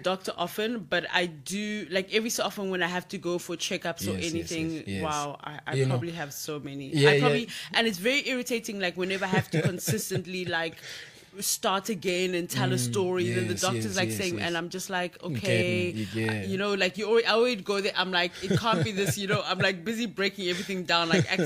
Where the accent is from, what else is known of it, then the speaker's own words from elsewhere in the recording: Uganda; also born or lived in South Africa; now in Ghana; being a South African citizen and then also being Ugandan and now being based in Ghana